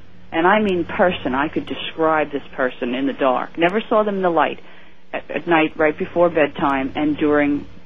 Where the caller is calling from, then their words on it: Woodbridge, New Jersey, United States; from Woodbridge, New Jersey.